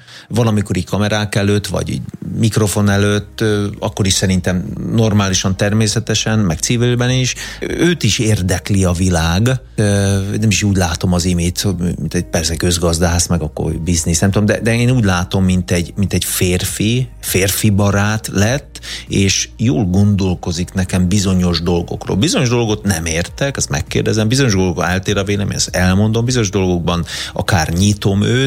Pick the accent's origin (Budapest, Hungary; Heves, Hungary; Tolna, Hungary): Budapest, Hungary; born there; Én úgy nevelkedtem, hogy mi tulajdonképpen a szüleim szerintem nem a mai, ami ma számít liberálisnak, hanem ami régen számított liberálisnak, egy ilyen közegből, tudod, ez szabad, budapesti, gondolkodó, értelmiségi, mindenkit elfogadó, nyitott, laza